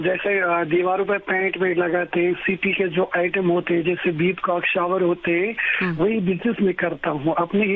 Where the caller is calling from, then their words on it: Budgam, Jammu and Kashmir, India; जिला बड़गांव में हमारा गांव पड़ता है